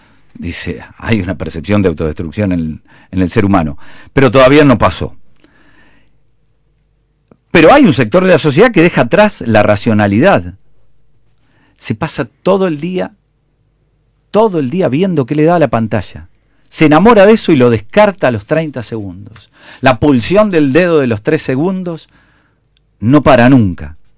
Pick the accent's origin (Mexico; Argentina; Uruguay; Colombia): Argentina; particularmente en mi país, en la Argentina